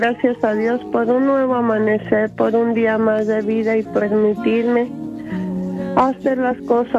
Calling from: Denver, Colorado, United States; de acá de Denver, Colorado

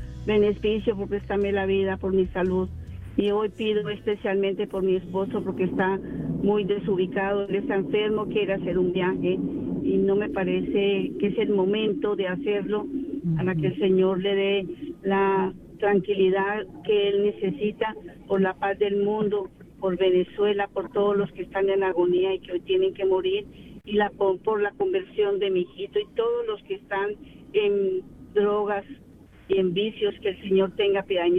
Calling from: Riverside, California, United States; te llamo de Riverside.

